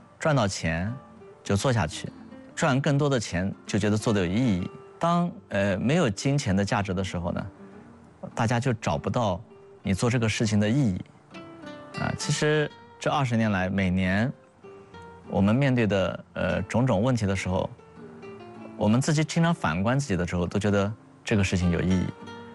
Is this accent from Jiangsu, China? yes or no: no; Hefei, Anhui, China; 我是出生在安徽大学，我是安大子弟